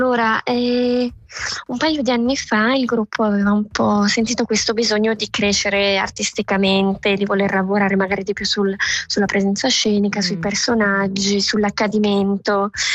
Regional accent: Bellinzona, Ticino, Switzerland; moved away as an adult; also born or lived in Chur; now in Zurich, Switzerland; Vengo da Bellinzona

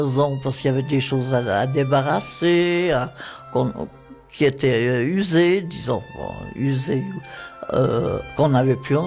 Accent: Chavornay, Vaud, Switzerland; Alors, moi, je suis née, donc je suis vaudoise, pure vaudoise. Je suis née dans un petit village qui s'appelle Chavornay et qui se trouve, qu'est-ce qu'on va dire, au pied du Jura. Et mes parents aussi, ils avaient la campagne.

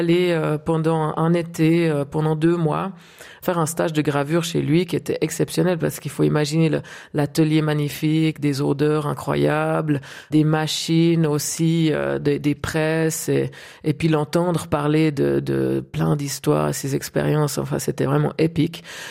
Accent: Switzerland; en tant que Suisse.

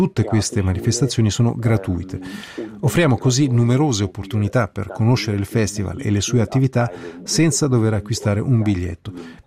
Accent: Basel, Basel-Stadt, Switzerland; Io vengo da Basilea e scherzando potrei dire che per me già Olten rappresenta il sud.

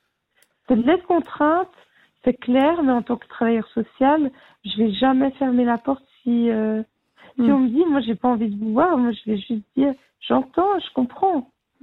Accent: Normandy, France; je suis normande.

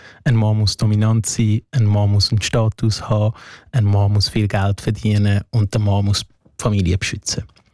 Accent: Afghanistan; now in Switzerland; Wie du gesagt hast, ich bin aus Afghanistan in die Schweiz geflüchtet.

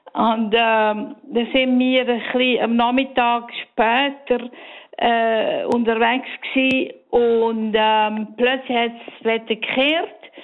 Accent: Graubünden, Switzerland; now in Davos, Switzerland; ich bin im Engadin aufgewachsen, gross geworden

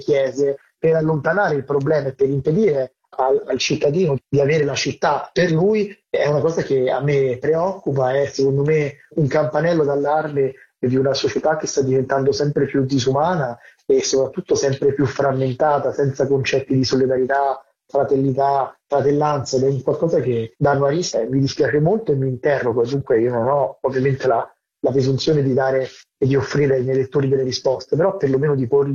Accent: Rome, Lazio, Italy; born or raised there

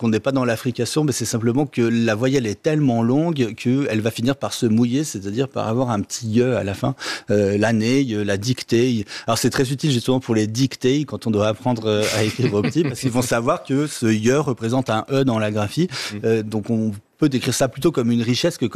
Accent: France; moved away as an adult; on est tous les deux français

